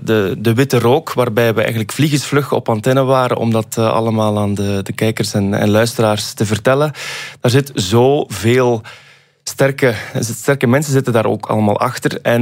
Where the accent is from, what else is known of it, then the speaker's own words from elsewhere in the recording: Bruges, West Flanders, Belgium; En ja, ik ben zelf uit Brugge afkomstig.